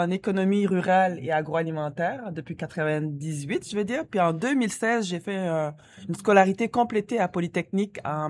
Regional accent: Niger; moved away as an adult; also born or lived in Senegal / Côte d'Ivoire; now in Canada; Je viens du Niger. Mais en fait, j'ai plusieurs origines. Là, depuis 35 ans, je suis québécoise, mais avant ça, je viens du Niger. Je suis née au Sénégal. J'ai grandi entre la Côte d'Ivoire et le Niger.

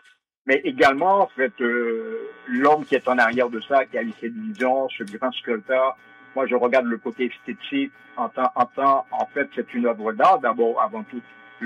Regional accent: Haiti; et puis je suis un Haïtien

